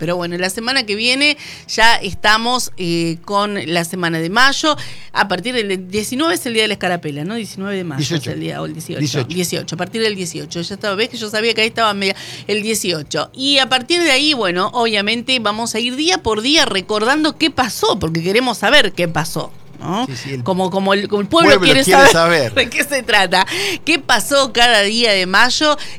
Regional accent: Argentina

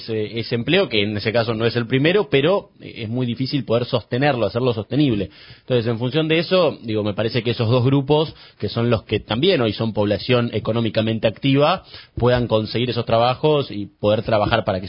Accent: Buenos Aires, Argentina; yo nací, me crié y vivo en la ciudad de Buenos Aires

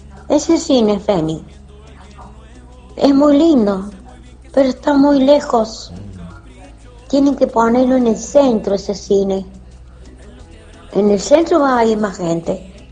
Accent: Villa Mercedes, San Luis, Argentina; Yo, cuando era chica, acá en Villa Mercedes

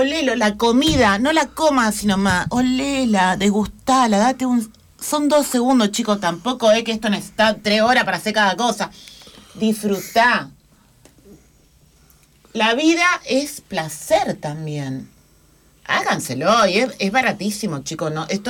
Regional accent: Rosario, Santa Fe, Argentina; somos rosarinos, es como una cosa aparte.

